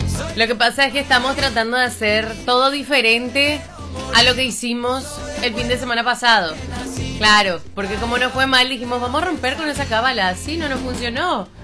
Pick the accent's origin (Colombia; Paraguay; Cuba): Paraguay; para todos nosotros como paraguayos.